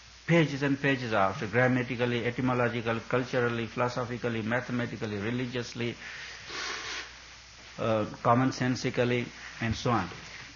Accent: India; English is a second language; moved away; I come from India, I don't know English.

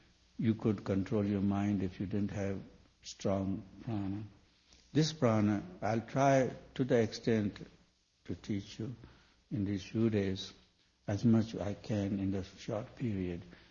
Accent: India; not only because I'm Oriental or from India and so on and so forth

